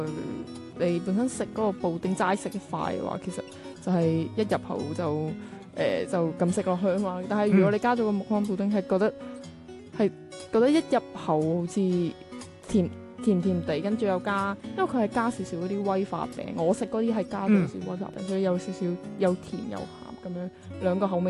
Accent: Macau

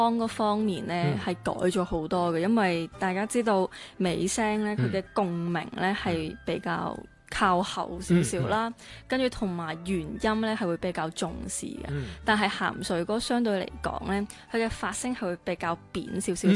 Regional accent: Macau; 因为佢是邓家人，但系都是澳门人啊嘛，咁我都是澳门人

